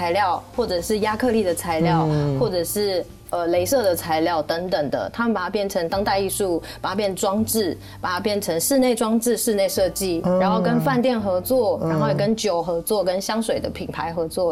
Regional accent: Tainan, Taiwan; 因为我是台南人

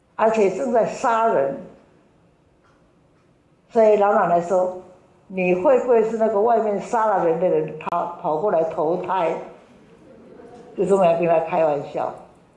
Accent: Taiwan; 我们台湾人

